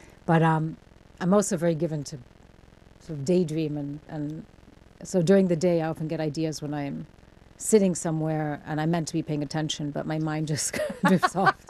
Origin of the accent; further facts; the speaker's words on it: Mexico; now in United Kingdom; actually, I feel more British Mexican. Mm-hmm. I've lived here longer than anywhere else, and apart from my accent, it's very much the English that I use.